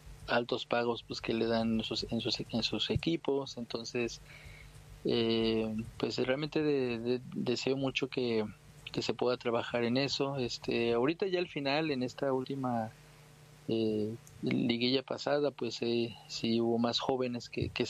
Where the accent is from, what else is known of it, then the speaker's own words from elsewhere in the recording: Mexico; Ah, pues mira, obviamente, pues como mexicano quiero que siempre le vaya bien a México, ¿verdad?